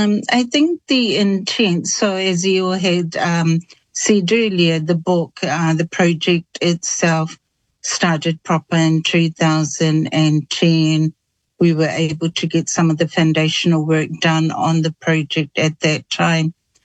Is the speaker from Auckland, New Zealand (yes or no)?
yes; Auckland, New Zealand; also born or lived in Avaseli; I come from the village of Avaseli. I was born in the village of Avaseli, but I was raised here in New Zealand in the urban villages of Ponsonby and Greyland.